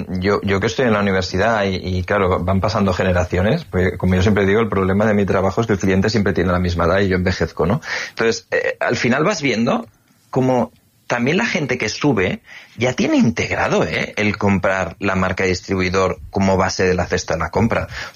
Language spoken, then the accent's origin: Spanish; Barcelona, Catalonia, Spain